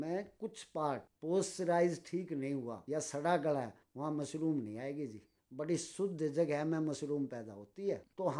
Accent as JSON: {"language": "Hindi", "region": "Delhi", "country": "India"}